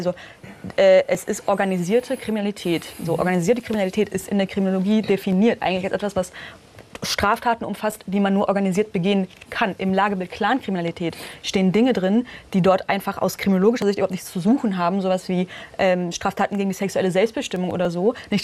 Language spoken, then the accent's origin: German; Berlin, Germany; Und das möchte ich auch als Berlinerin wirklich auch wissen.